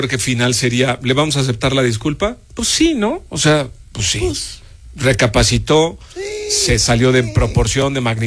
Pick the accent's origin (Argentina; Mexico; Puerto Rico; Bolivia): Mexico; Exacto, no somos todos los mexicanos.